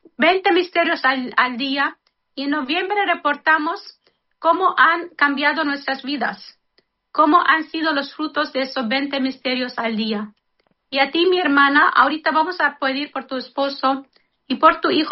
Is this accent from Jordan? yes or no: yes; Jordan; moved away; mi memoria de la primera persona que miré rezando rosario cuando era niña chiquitita en Jordania.